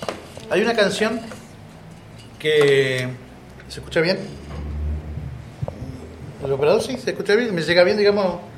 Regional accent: Cipolletti, Río Negro, Argentina; born there; representando a mi provincia, Río Negro. Yo soy nacido acá en Chipoleti, así que soy rionegrino.

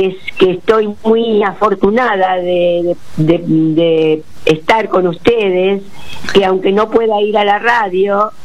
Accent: Castile and León, Spain; y de ese pueblo un autobús a Soria, y ahí nacimos, en Soria. Y después, como éramos dos, obviamente con 4 brazos de mi tía y de mi madre, otra vez al pueblo y otra vez a lomo de burro al pueblo.

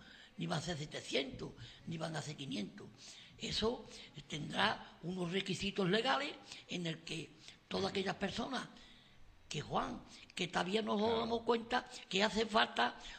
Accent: Andalusia, Spain; porque yo soy andaluz y claro, español.

